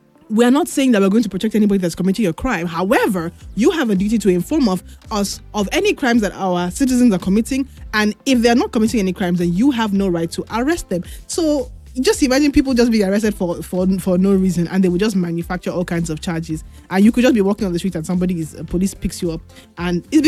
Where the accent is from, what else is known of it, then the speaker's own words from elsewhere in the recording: Nigeria; as Nigerians